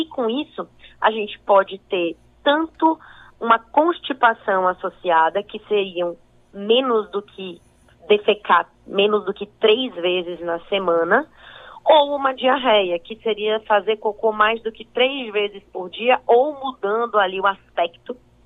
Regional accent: Rio Grande do Sul, Brazil; moved away as an adult; now in Bahia, Brazil; Eu sou do Rio Grande do Sul, mas fiz faculdade aqui na UFBA, na Federal da Bahia

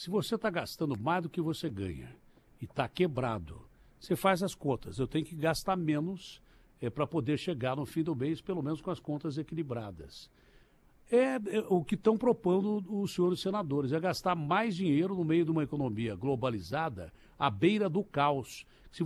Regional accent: São Paulo, Brazil; E eu sou caipira, do interior.

